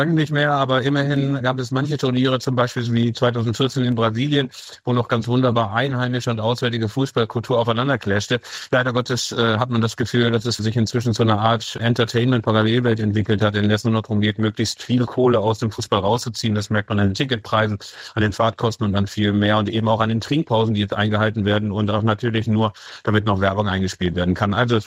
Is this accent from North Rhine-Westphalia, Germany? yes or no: yes; North Rhine-Westphalia, Germany; Ansonsten sage ich natürlich als Alter aus Westfalen, hoffentlich ist auch ein Bielefelder dabei.